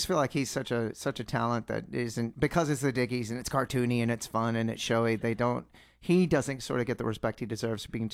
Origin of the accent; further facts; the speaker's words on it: Texas, United States; But we're both from North Texas, about 20, 30 minutes away from each other.